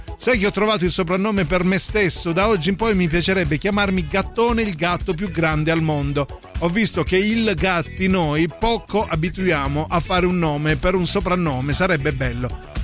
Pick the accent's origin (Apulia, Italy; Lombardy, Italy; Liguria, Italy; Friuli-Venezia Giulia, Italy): Apulia, Italy; Bari; Ah, ci suonava un amico mio, sì, sono di Bari, però vatti a ricordare